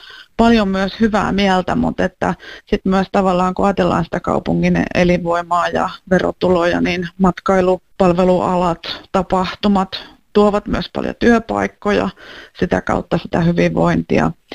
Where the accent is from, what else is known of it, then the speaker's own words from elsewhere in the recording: Lahti, Päijät-Häme, Finland; Onhan se upeeta lahtelaisena